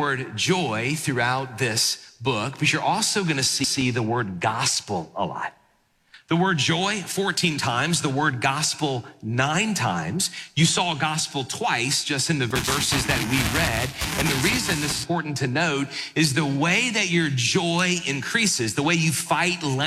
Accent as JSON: {"language": "English", "town": "New Orleans", "region": "Louisiana", "country": "United States", "tie": "born or raised there", "said": "people would go to football games when I was growing up in New Orleans with bags over their heads and the eyes cut out."}